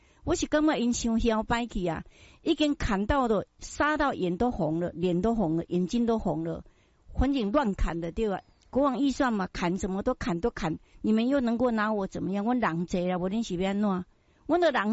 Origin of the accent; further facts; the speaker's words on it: Taiwan; 因为咱是台湾人